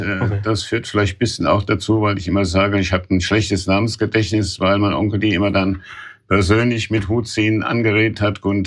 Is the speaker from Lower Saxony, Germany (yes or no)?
no; Raunheim, Hesse, Germany; Alt-Raunheimer, ich bin in Raunheim nicht nur aufgewachsen, das heißt, wie viele dann in Rüsselsheim geboren, sondern ich bin auch in den Nachkriegsjahren 1947, genau am 2. Januar 1947 in Raunheim